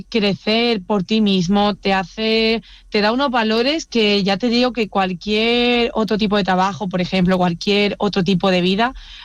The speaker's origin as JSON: {"language": "Spanish", "town": "Huelva", "region": "Andalusia", "country": "Spain", "said": "cuando bajé a mi tierra, a Huelv"}